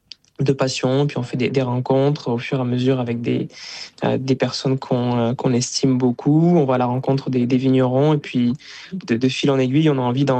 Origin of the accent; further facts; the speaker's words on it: Bayonne, Nouvelle-Aquitaine, France; Moi, je suis originaire de Bayonne, donc j'ai des parents restaurateurs. Donc, je suis né, j'ai grandi dans le restaurant familial.